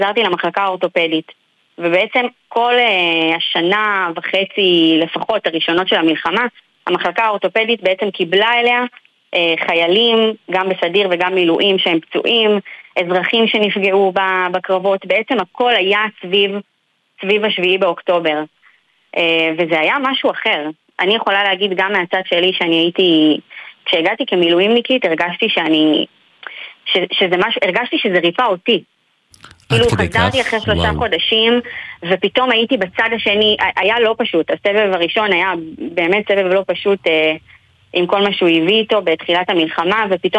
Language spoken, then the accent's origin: Hebrew; Nahariya, Northern District, Israel; moved away as an adult; now in central Israel; אני במקור מנהריה, עכשיו כל המשפחה שלי שם, אני גרה במרכז כבר משהו כמו 9 שנים